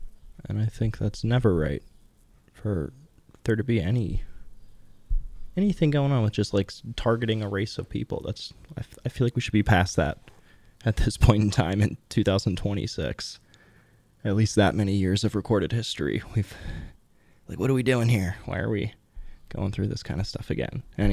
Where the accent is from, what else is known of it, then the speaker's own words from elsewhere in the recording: East Coast, United States; I grew up on the East Coast